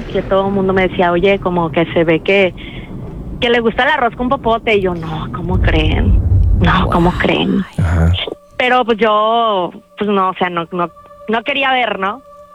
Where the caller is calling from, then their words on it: Puerto Vallarta, Jalisco, Mexico; No, soy de Puerto Vallarta.